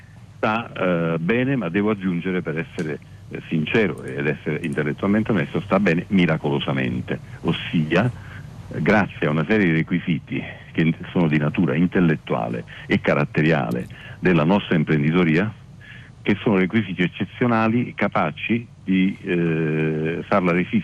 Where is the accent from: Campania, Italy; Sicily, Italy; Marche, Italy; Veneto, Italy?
Campania, Italy; Naples; io sono napoletano di origine, c'è un bellissimo proverbio che afferma: meglio essere la coda di un'alice che la testa di un cefalo.